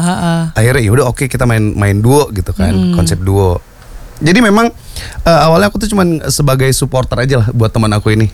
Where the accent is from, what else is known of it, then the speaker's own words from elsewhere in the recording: Balikpapan, East Kalimantan, Indonesia; Sedangkan aku sendiri nih dari Balikpapan.